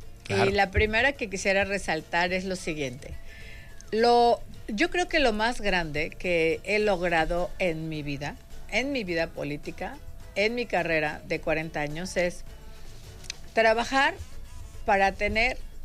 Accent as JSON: {"language": "Spanish", "country": "Mexico", "said": "Somos orgullosamente mexicanos."}